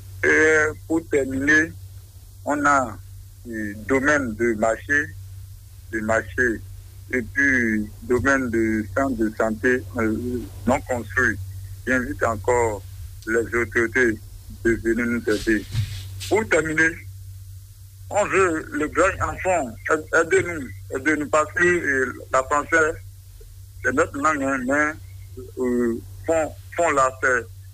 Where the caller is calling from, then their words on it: Porto-Novo, Ouémé, Benin; J'appelle de Port-Nouveau.